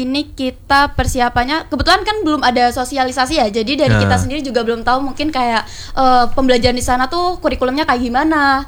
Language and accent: Indonesian; Jember, East Java, Indonesia; kebetulan saya asli Indonesia nih, Jember. Asli Jember banget.